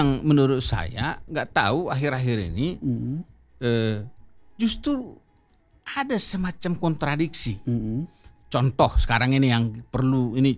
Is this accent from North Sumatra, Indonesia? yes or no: yes; North Sumatra, Indonesia; Budaya kami orang Batak ini sawah. Sawah ini dibuat jadi padi, ditanam ikan.